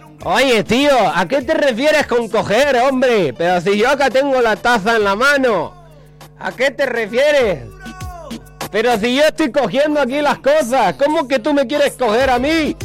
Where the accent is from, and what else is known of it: Argentina